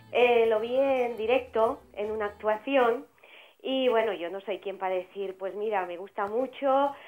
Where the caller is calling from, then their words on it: Cornellà de Llobregat, Catalonia, Spain; de Cornellá.